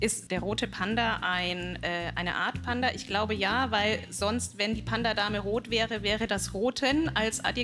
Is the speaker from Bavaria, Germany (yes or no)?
yes; Bamberg, Bavaria, Germany; Aus Bamberg.